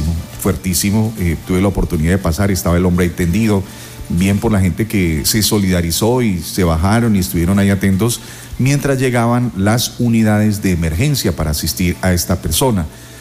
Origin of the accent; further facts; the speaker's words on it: Colombia; todos somos colombianos